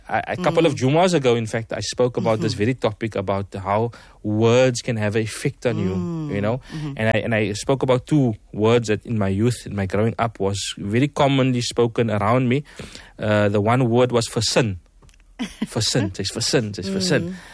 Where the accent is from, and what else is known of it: Cape Town, Western Cape, South Africa; born or raised there